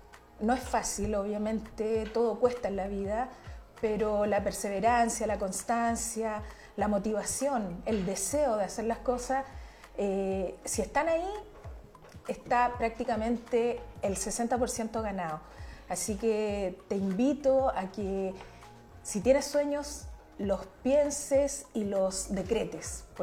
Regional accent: Chile; todo lo que tiene que ver con nuestra idiosincrasia como país, como chilenos.

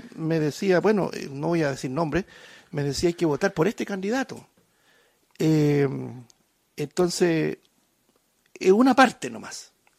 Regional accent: Chile; born there; somos chilenos, nacimos aquí

